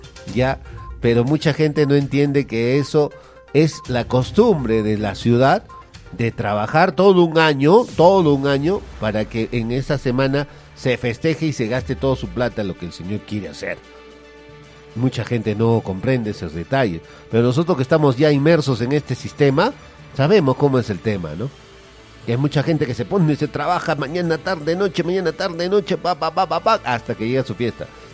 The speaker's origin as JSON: {"language": "Spanish", "town": "Huancayo", "region": "Junín", "country": "Peru", "said": "yo soy de Huancayo"}